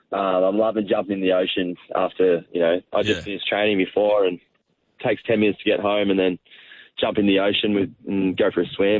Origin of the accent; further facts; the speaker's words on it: Torquay, Victoria, Australia; moved away as an adult; also born or lived in Melbourne; now in Sydney, Australia; I grew up in Torquay and loved the ocean